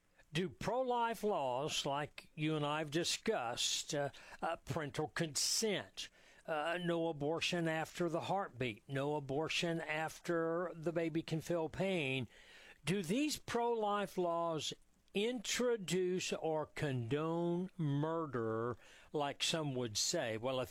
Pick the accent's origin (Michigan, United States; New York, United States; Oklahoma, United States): Oklahoma, United States; I'm from Oklahoma, went to OU 8 years, crammed my 4 years into eight.